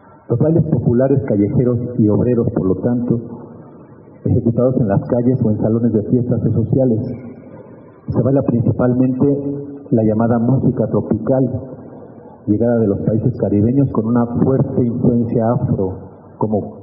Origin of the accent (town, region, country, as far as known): Mexico